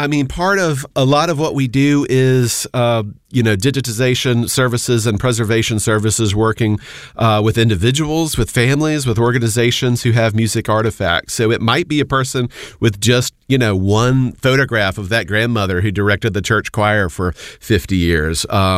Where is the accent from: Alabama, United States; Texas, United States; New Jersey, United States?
Alabama, United States; Montgomery; So when I discovered, you know, field recordings from the state of Alabama, I grew up in Montgomery, and I, you know, gravitated towards music that had a history that dovetailed in some ways with at least the place where I was from.